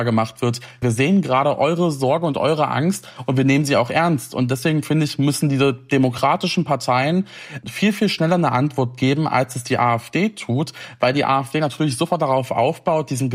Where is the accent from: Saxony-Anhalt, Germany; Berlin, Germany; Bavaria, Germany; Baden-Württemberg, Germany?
Saxony-Anhalt, Germany; ich komme ja aus dem Saalkreis, hier ist das Leunawerk, das Chemiewerk